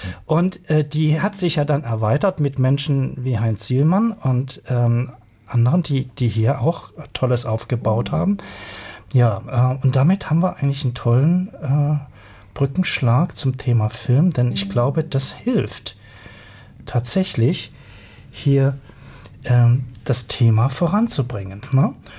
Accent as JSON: {"language": "German", "region": "Baden-Württemberg", "country": "Germany", "moved": "yes", "said": "Ich komme da aus dem Musterländle."}